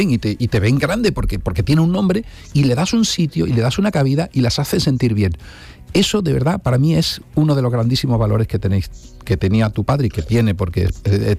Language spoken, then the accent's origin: Spanish; Córdoba, Andalusia, Spain; soy cordobés y hice la mili además en Cerro Muriano